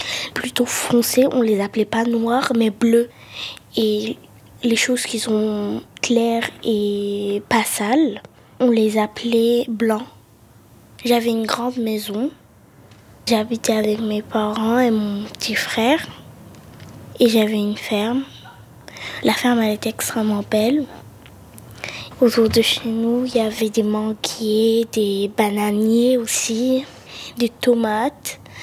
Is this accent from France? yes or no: no; Khartoum, Sudan; moved away; Je suis née au Soudan, dans la ville de Khartoum, et j'habitais dans une petite île au centre du Khartoum. Elle s'appelait Touti.